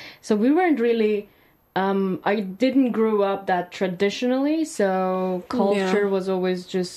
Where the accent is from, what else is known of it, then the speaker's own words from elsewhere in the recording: Germany; English is a second language; So growing up in Germany after so many years here, it didn't make me realize, oh, I miss my culture.